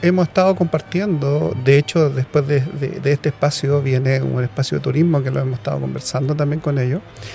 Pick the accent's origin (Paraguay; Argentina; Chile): Chile; Santiago, Santiago Metropolitan Region; como santiaguino de tomo y lomo